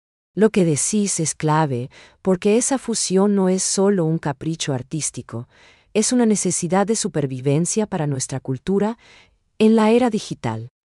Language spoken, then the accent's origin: Spanish; Paraguay; cada tradición que nos une como paraguayos